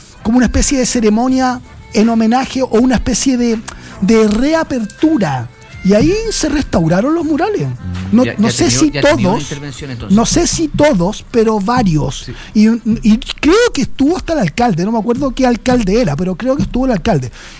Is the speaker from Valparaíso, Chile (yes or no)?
yes; Viña del Mar, Valparaíso, Chile; cuando uno dice que es de Viña, yo en verdad digo que soy de Valparaíso, porque Valparaíso resuena mucho más en el mundo que decir que uno es viñamarino. No sé, yo digo que soy de Valparaíso, aunque no vivo en Valpo.